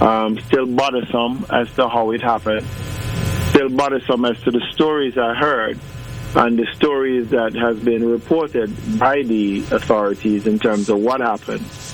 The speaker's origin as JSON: {"language": "English", "country": "Antigua & Barbuda", "said": "I'm from Antigua"}